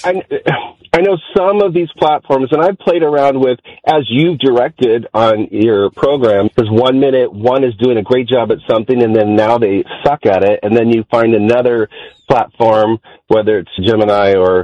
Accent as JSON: {"language": "English", "region": "California", "country": "United States", "lives_now": "Michigan, United States"}